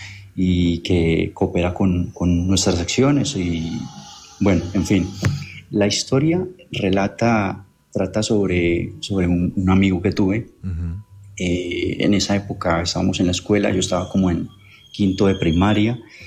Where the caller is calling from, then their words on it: Cartago, Valle del Cauca, Colombia; me comunico desde Valle del Cauca, en una ciudad llamada Cartago.